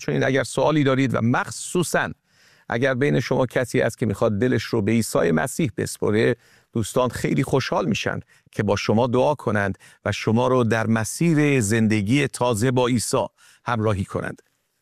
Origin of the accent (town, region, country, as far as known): Iran; moved away